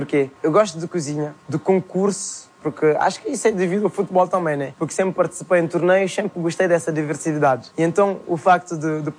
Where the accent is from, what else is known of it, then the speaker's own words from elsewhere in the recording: Cape Verde; Como todos sabem, vim de Cabo Verde, que a gente quando ia para a escola, então ao entrar da escola tem sempre pés de manga perto da estrada.